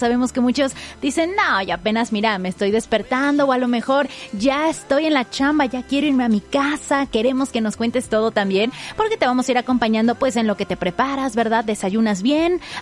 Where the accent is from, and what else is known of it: Mexico